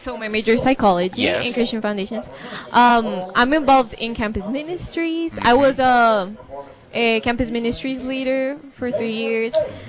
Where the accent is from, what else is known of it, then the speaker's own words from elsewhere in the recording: Bogota, Bogotá Capital District, Colombia; now in Arkansas, United States; I'm from Bogota, Colombia.